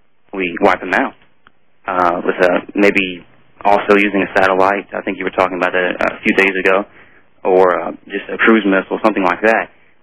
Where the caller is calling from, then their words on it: Largo, Florida, United States; in Largo, Florida, outside of Tampa.